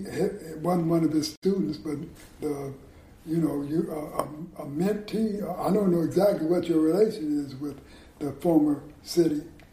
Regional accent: Detroit, Michigan, United States; But he's a conscious, stable force also in my hometown, Detroit.

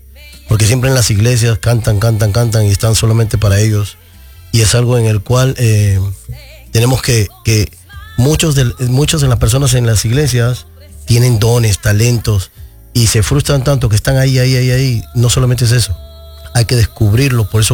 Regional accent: Peru; now in Miami, United States; soy peruano

